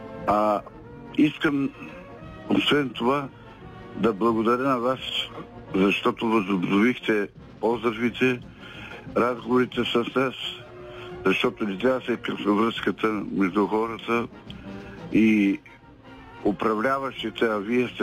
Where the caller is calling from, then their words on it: Teteven, Lovech Province, Bulgaria; съм от Тетевен.